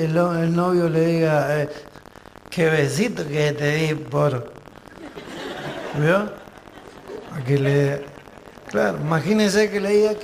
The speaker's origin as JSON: {"language": "Spanish", "town": "Barrancas", "region": "Mendoza", "country": "Argentina", "tie": "born or raised there", "said": "mi pueblo, Barranca tiene una iglesia chiquita"}